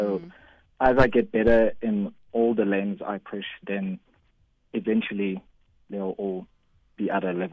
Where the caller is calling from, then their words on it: Bloemfontein, Free State, South Africa; I'm calling you from Bloemfontein.